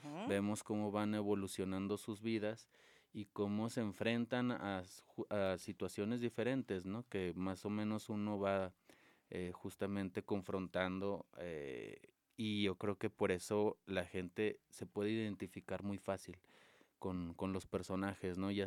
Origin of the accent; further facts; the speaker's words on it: Río Grande, Zacatecas, Mexico; yo siendo oriundo de acá, yo nací en Zacatecas, me crié en Río Grande en mi infancia